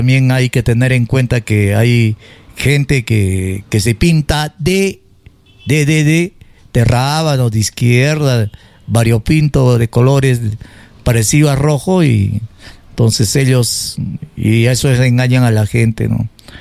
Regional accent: Peru; porque nosotros somos peruanos, ¿no?

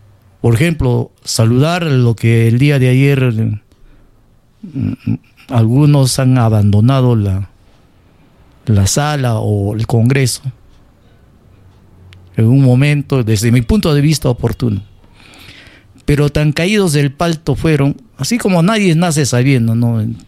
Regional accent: Peru; somos los ciudadanos peruanos

